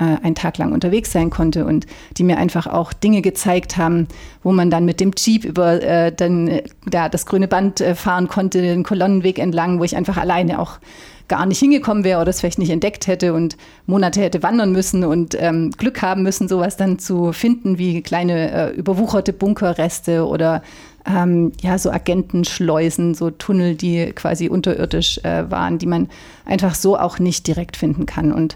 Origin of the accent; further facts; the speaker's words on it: West Germany, Germany; moved away as an adult; now in East Germany; ich bin in Westdeutschland aufgewachsen